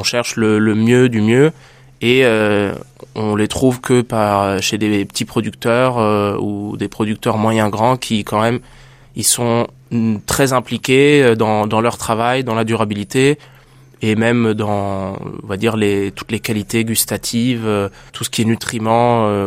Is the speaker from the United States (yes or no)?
no; Italy; vu que je suis italien, on mange souvent ça à l'apéro